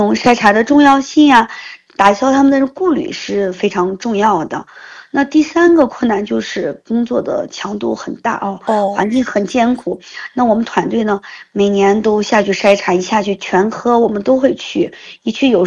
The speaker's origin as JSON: {"language": "Chinese", "region": "Xinjiang", "country": "China", "tie": "born or raised there", "said": "因为我从小就出生在这儿"}